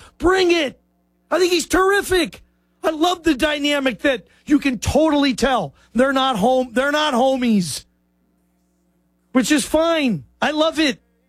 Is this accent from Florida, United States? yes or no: no; Seattle, Washington, United States; I'm from Seattle. I've been to Lumen Field probably more than any other stadium in my life.